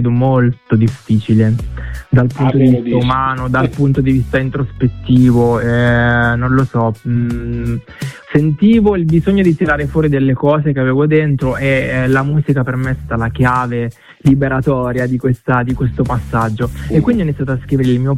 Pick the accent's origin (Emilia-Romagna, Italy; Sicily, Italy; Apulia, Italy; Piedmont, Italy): Sicily, Italy; Vittoria